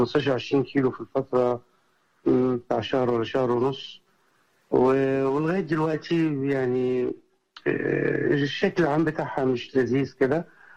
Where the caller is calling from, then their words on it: Giza, Giza Governorate, Egypt; من الملك فيصل